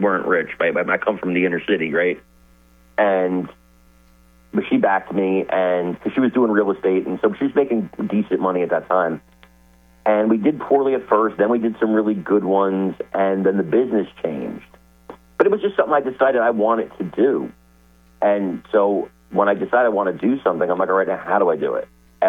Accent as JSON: {"language": "English", "town": "Newark", "region": "New Jersey", "country": "United States", "tie": "born or raised there", "said": "I'm from Newark, New Jersey, bro. Okay? It's one of the toughest cities in the world. That's where I was born and raised."}